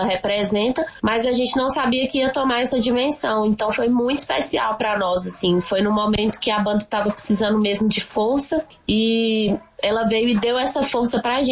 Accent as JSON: {"language": "Portuguese", "town": "Teófilo Otoni", "region": "Minas Gerais", "country": "Brazil", "said": "Eu sou da região de Teoflotone"}